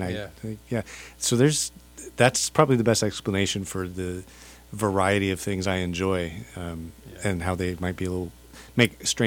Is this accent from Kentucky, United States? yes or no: yes; Kentucky, United States; moved away; growing up in Kentucky and in the 80s